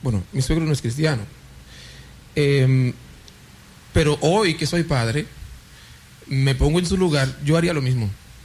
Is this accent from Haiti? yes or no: yes; Haiti; Spanish is a second language; moved away; Yo soy de Haití